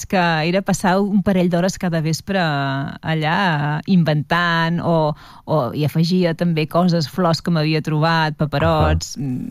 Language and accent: Catalan; Vilafranca del Penedès, Catalonia, Spain; now in Barcelona, Spain; que per mi és el meu poble, és a dir, jo em sento més vilafranquina que res, no? Jo veig les vinyes i ja em sento a casa. Sí. I allà vaig passar la infància fins als 18 anys, que vaig tornar a Barcelona per estudiar.